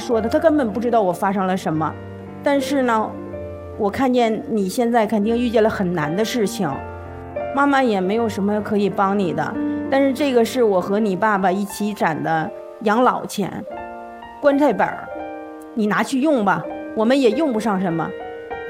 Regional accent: Liaoning, China; 我出生在一个辽宁的偏远的一个特别穷的山村里面

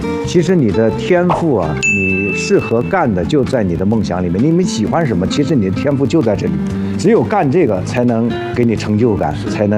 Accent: Yangzhou, Jiangsu, China; moved away as an adult; also born or lived in Shanghai; now in Nanjing, China; 其实我是上海出生、扬州长大的南京人。哦，我是2001年到的南京。哦，2007年以后呢，就没有离开过南京。是这样。是新南京人

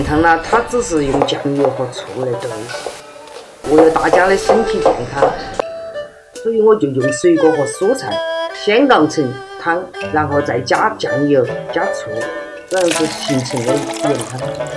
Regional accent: Guizhou, China; 因为我们贵州人都喜欢吃酸

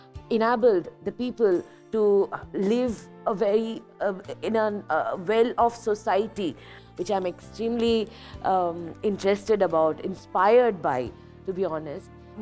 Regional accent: India; I come from India, but our realities are very different

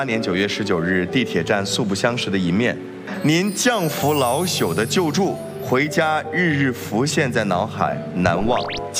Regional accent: China; 我们中国人

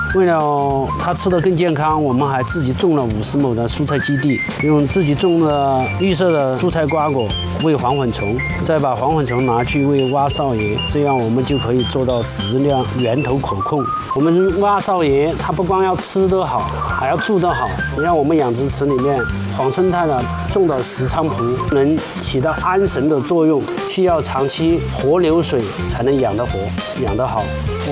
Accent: Chongqing, China; also born or lived in Guangdong; now in Ya'an, China; 我是重庆人，以前在广东做工程

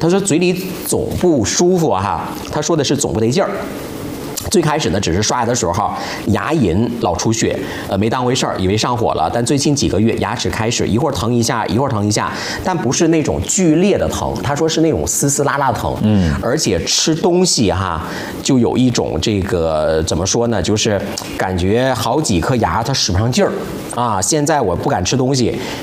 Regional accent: China; 我们中国人

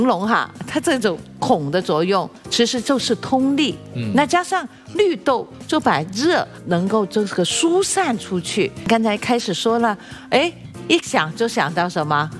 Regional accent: Guangdong and Guangxi, China; born or raised there; moved away

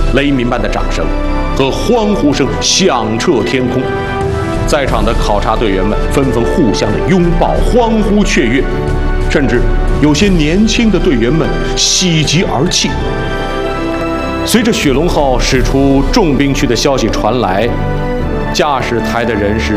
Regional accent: China; 我们中国人

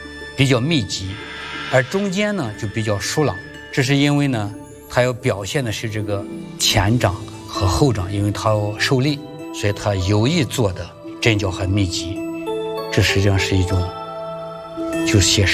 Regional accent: Shaanxi, China; 我们陕西人

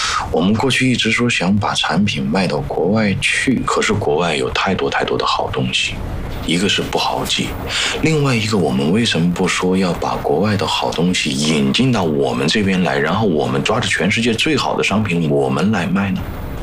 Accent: China

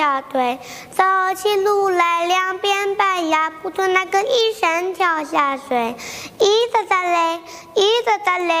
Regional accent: Gaoyou, Jiangsu, China; 我的家乡在高邮，

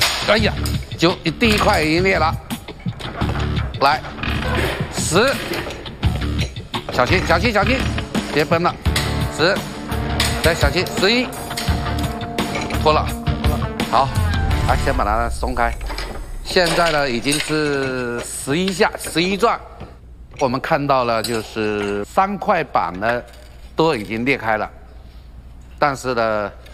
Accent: China

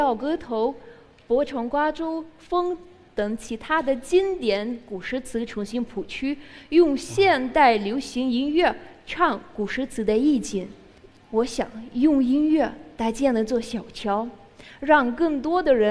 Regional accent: Russia; Chinese is a second language; now in Beijing, China; ，目前在清华大学读国际关系专业，大四。

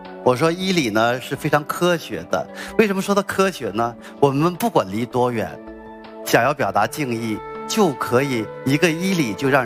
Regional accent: China; 我们作为中国人是中国礼

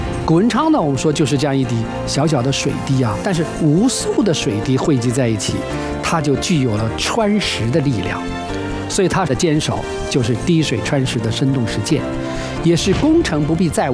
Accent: China; 我们中国人说不忘初心方得始终啊

